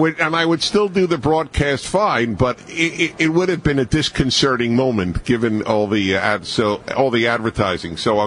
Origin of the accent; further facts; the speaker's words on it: United States; this extraordinary life as an American